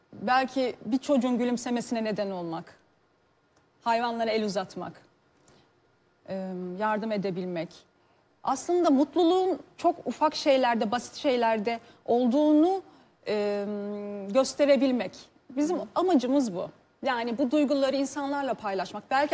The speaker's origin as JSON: {"language": "Turkish", "region": "Sivas", "country": "Turkey", "said": "89 doğumluyum. Sivaslıyım aslen. Polis kızıyım. Birkaç il gezdik bu nedenle."}